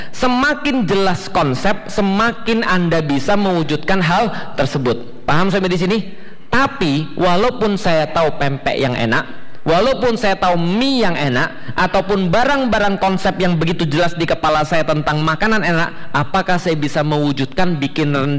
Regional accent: Palembang, South Sumatra, Indonesia; now in Jakarta, Indonesia; Contoh, saya tuh orang Palembang. Karena saya orang Palembang, dari kecil saya makan pempek sama cuka.

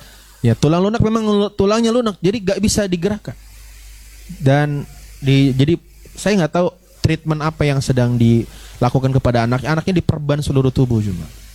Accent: Java, Indonesia; Saya orang Jawa jemaah.

